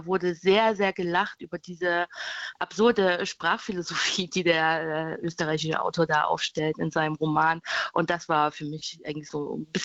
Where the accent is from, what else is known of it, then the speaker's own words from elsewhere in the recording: East Germany, Germany; now in Hamburg, Germany; Ich als Ostdeutsche bin auf jeden Fall für Lukas Rietschel.